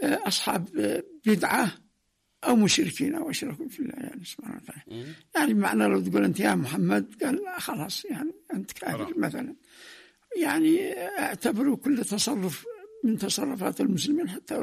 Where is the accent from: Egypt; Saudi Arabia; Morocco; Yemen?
Yemen; يعني نحن من صنعنا الحضارة ليس في اليمن وحده وإنما في المنطقة العربية كلها.